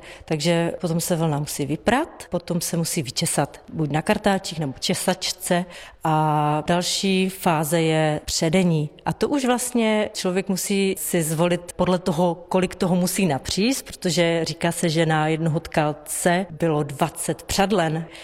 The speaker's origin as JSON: {"language": "Czech", "region": "Wallachia", "country": "Czechia", "said": "Já jsem z Valašska, takže na Valašsku se chovaly hlavně vlášky."}